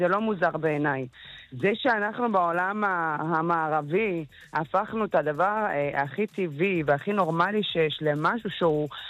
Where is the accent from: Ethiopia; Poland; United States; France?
Ethiopia; קודם כל נתחיל מזה שאני, נוף ילדותי, גדלתי באתיופיה, לא היה לנו את המעלים, לא היה לנו שום דבר.